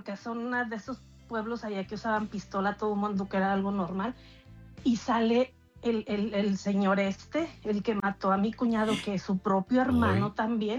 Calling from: Colorado, United States; hablo de Colorado.

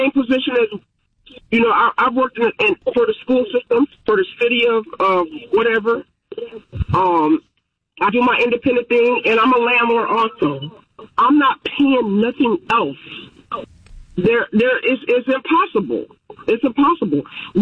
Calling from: Michigan, United States; I'm from Michigan.

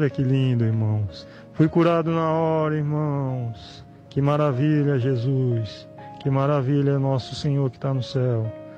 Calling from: Penha, Santa Catarina, Brazil; sou aqui da cidade de Penha, Santa Catarina.

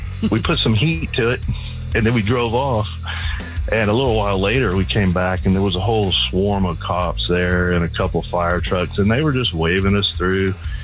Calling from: Loganville, Georgia, United States; in Loganville.

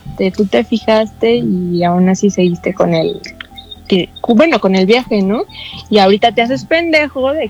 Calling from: Mexico City, Mexico; De aquí, de la CDMX

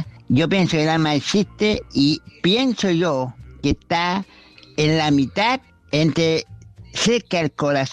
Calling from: Chile; el amigo chileno

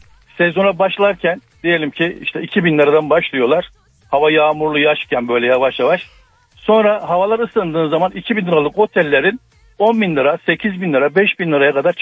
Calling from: Gaziantep, Turkey; Gaziantep'ten arıyorum.

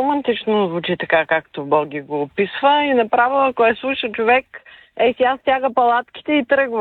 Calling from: Plovdiv, Plovdiv Province, Bulgaria; от Пловдив.

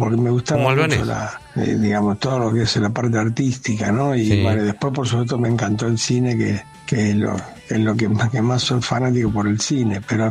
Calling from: Buenos Aires, Argentina

